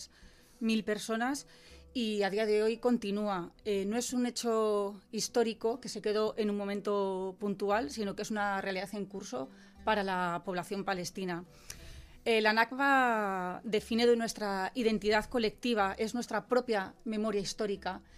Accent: Haifa, Haifa District, Israel; porque Israel lo primero que ocupó fue Haifa, yo soy de Haifa

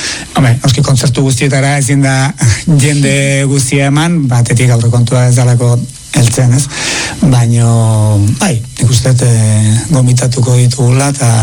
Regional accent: Tolosa, Basque Country, Spain; ni Tolosarra naiz, Tolosan baditugu bi

